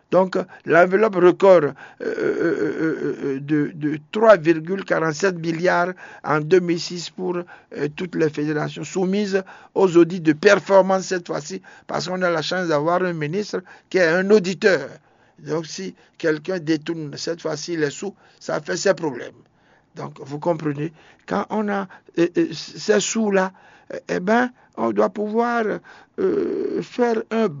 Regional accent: Benin; Nous sommes tous des Béninois.

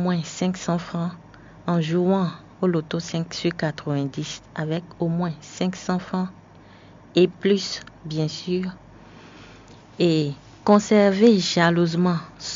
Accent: Benin; Chez nous, au Bénin, le produit qui est concerné est le loto 5 sur 90.

